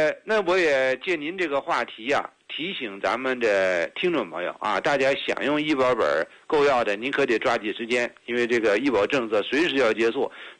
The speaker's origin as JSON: {"language": "Chinese", "region": "Henan", "country": "China", "accent": "Henan", "said": "您把我的河南腔都给拐得出来了，唱的忒好了啊！"}